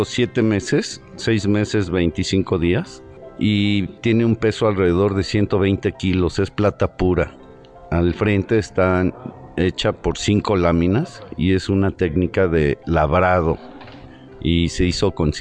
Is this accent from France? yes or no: no; Mexico City, Mexico; born there; now in Taxco, Mexico; Pues nací en México, Distrito Federal, pero mi madre es guerrerense, de ahí traigo la sangre guerrerense.